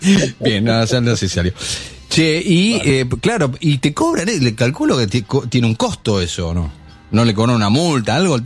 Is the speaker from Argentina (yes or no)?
yes; Argentina; Igual soy recontra más argentino que español, porque español no tengo ni para la ciudadanía. Pero todos mis apellidos son españoles o medio, viste, de ahí.